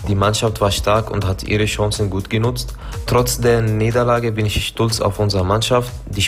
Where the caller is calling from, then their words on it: Jordan; ich komme aus Jordanien.